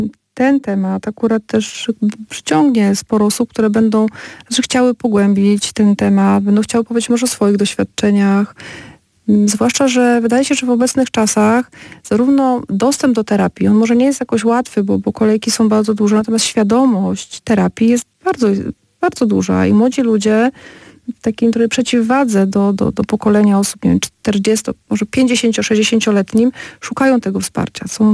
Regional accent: Kluczbork, Opole Voivodeship, Poland; ja pochodzę z Kurzborka

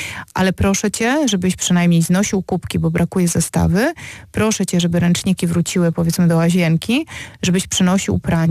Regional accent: mountains, Poland; Ja zresztą pochodzę z gór, więc tam było jeszcze zimniej.

